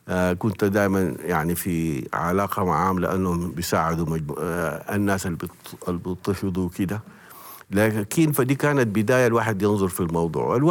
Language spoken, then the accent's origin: Arabic; Sudan; نحن عندنا في السودان